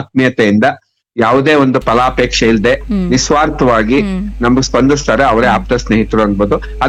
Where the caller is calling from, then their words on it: Shivamogga, Karnataka, India; Vidyanagar, Shivamogga.